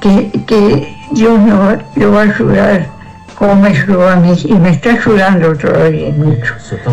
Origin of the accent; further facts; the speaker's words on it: Salto, Uruguay; acá de Salto, soy acá de Salto.